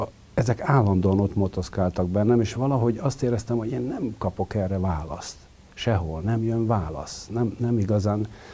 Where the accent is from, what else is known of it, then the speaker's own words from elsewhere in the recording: Budapest, Hungary; 50-ben születtem itt Budapesten, a belvárosba, még a Paulai Ede utca egy számba, ott a régen a Sirály étterem volt, ma már azt hiszem, hogy nincs ott az Erzsébet térnél. És egészen 8 éves koromig laktunk itt a belvárosba, és akkor költöztünk Budára